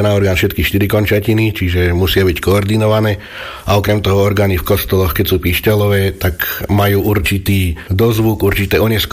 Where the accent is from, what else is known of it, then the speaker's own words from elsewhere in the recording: Námestovo, Žilina Region, Slovakia; moved away as an adult; also born or lived in Bratislava; now in Klátova Nová Ves, Slovakia; Ja pochádzam z Námestova.